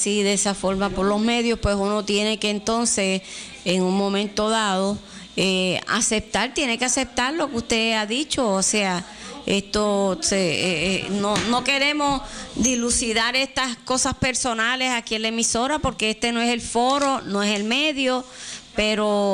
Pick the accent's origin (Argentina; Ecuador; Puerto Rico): Puerto Rico; San Germán; also born or lived in Sabana Grande, Puerto Rico; porque yo me crié aquí en San Germán, pero sí soy pura sabaneña, nacida en el Hospital Viejo de Sabana Grande. Yo creo que yo soy de las últimas que nacieron allí.